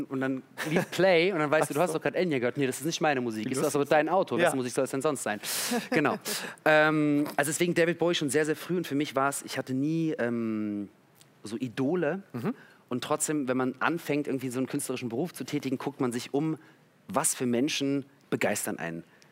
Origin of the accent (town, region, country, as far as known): Berlin, Germany; born or raised there